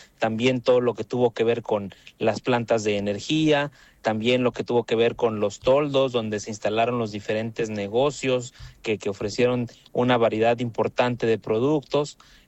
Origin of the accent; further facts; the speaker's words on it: Monterrey, Nuevo León, Mexico; quienes se quedaron aquí, que somos nosotros los regiomontanos